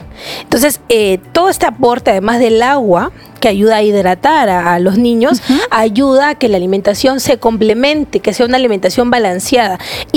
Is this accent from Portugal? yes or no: no; Peru